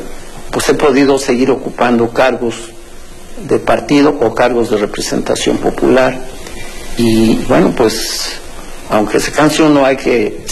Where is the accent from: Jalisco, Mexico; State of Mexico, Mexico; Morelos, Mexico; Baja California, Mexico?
State of Mexico, Mexico; Texcoco; He sido alcalde de mi tierra, de Texcoco.